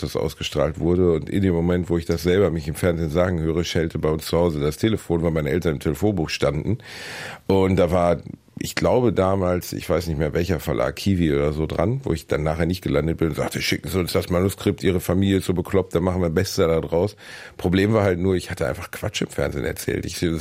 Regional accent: North Rhine-Westphalia, Germany; wie ich meine Heimatstadt, also die Emscher-Lippe-Halle, vollgekriegt habe.

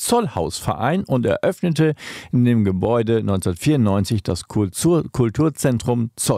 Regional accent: Leer, Lower Saxony, Germany; weil heute ist Tag des Denkmals, nicht nur in Leer-Ostfriesland, meiner Heimat.

